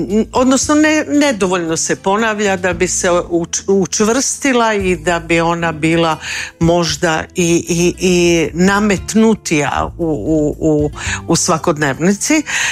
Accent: Jastrebarsko, Zagreb County, Croatia; moved away; kako sam odrasla u Jaski, u Jastrebarskom i vezana uz prostor svog odrastanja, na kraju krajeva tamo je i moj roditeljski dom i često se tamo vraćam

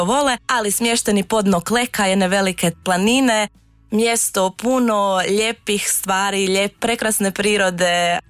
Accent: Karlovac County, Croatia; Pa svakako bi prvo krenula sa nekim ljepotama u Zagorju Ogulinskom, ipak je to moj rodni kraj, pa bi prvo krenuli sa Šmitovim jezerom

